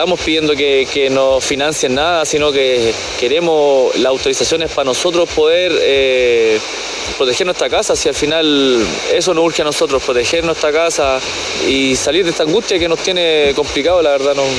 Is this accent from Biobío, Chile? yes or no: no; Linares, Maule, Chile; also born or lived in Santiago; Somos de Linares, pero estábamos en Santiago.